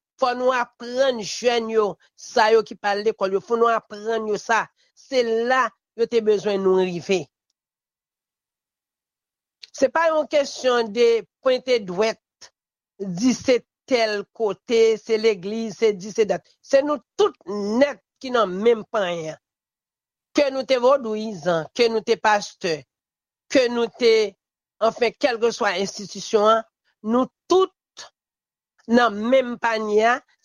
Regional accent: Haiti; Et moi-même, en tant qu'Haïtien

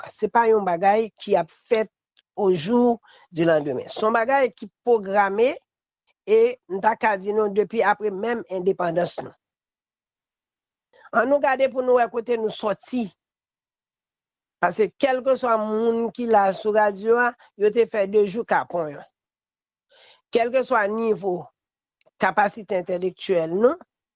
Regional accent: Haiti; Et moi-même en tant que haïtien

